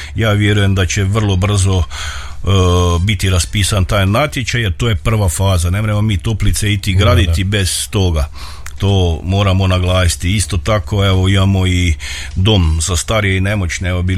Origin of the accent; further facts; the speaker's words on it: Budančevica, Koprivnica-Križevci County, Croatia